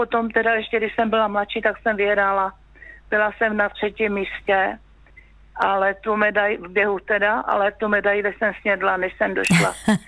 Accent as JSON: {"language": "Czech", "town": "Horní Slavkov", "region": "Karlovy Vary Region", "country": "Czechia", "tie": "born or raised there", "also_born_or_lived": "Ostrava", "said": "Jsem se narodila sice v Ostravě, vyrostla jsem v západních Čechách, v Horním Slavkově, ale tak jsme se přestěhovali na malou vesničku."}